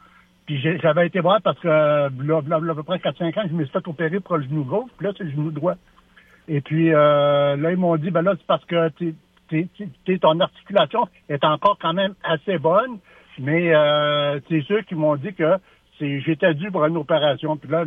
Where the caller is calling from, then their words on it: Lévis, Quebec, Canada; Moi, je suis à Lévis.